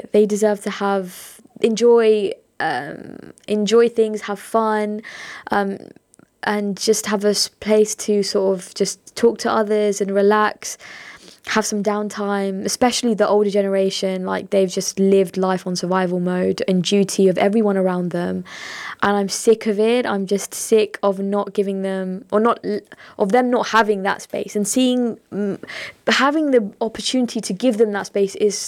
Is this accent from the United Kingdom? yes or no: yes; Luton, East of England, United Kingdom; My heritage, I'm a British Bangladeshi. I was born and raised Luton. I'm a second generation immigrant, so my parents migrated from Bangladesh to here.